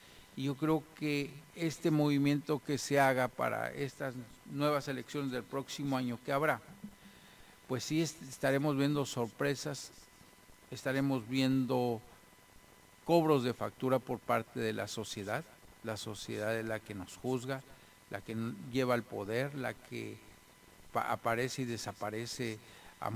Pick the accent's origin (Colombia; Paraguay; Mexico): Mexico; tengamos mejores oportunidades como mexicanos y que nos vaya mejor en este país que tanto amamos y tanto queremos.